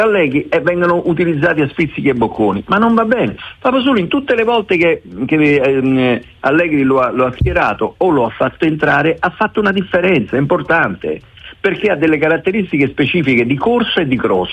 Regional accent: Naples, Campania, Italy; Io sono napoletano come te

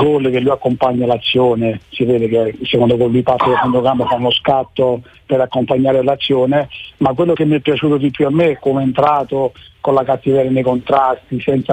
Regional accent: Naples, Campania, Italy; Da buon napoletani scaramantici che siamo, tocchiamo corno, cornicello, tocchiamo sale.

